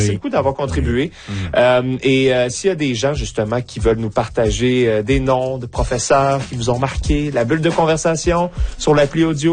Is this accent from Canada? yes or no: yes; Boisbriand, Quebec, Canada; à Boisbriand, donc j'ai grandi dans les Basses-Laurentides